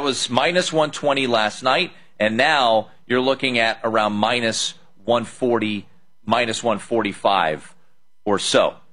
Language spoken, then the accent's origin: English; Washington, District of Columbia, United States; in my hometown of Washington, D.C.